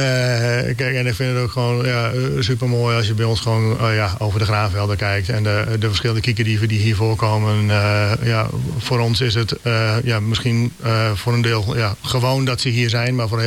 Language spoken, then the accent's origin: Dutch; Appingedam, Groningen, Netherlands; now in Nieuwolda, Netherlands; En ik kom van oorsprong uit Appingedam, dus daar kom ik weg. Ja. Ben op enig moment geland in Nieuwolda.